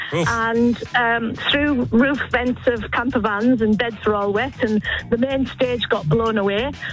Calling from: Carlisle, North West England, United Kingdom; Outside the dentist in Carlisle at the moment.

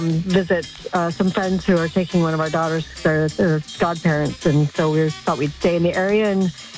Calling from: Canada; No, I'm from Canada.

